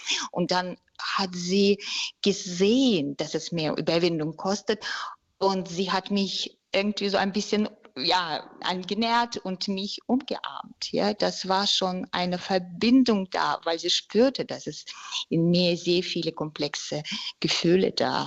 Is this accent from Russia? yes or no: yes; Russia; German is a second language; now in Hamburg, Germany; ich komme selbst aus Russland und mein Vater ist Ukrainer und die Eltern meiner jüdischen Mutter kommen aus 2 Städten in der Nähe von Kiew.